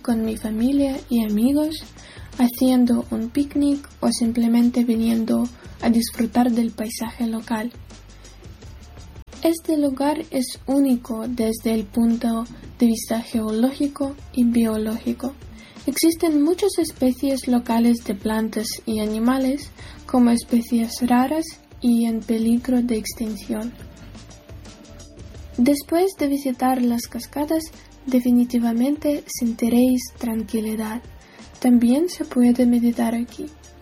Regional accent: Kirovohrad Oblast, Ukraine; Spanish is a second language; de ahí que me gustaría contaros sobre mi tierra natal. La región de Kirovograd es una de las regiones más jóvenes del centro de Ucrania

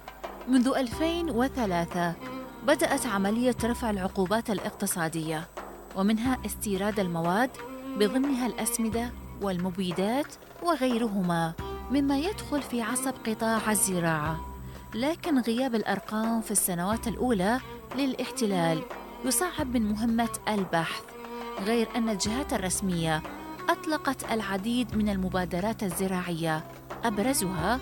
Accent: Basra, Basra Governorate, Iraq; عندنا في البصرة ما يحسدنا عليه سكان بقية المحافظات

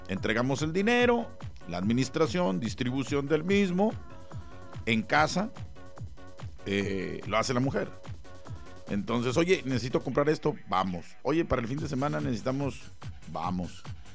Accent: Mexico; quienes somos mexicanos

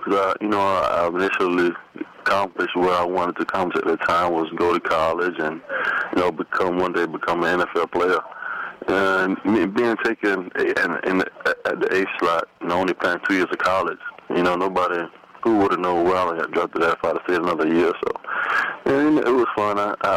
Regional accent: Virginia Beach, Virginia, United States; I thought growing up in Virginia Beach and playing basketball on the corner and hanging out on the corner was the life.

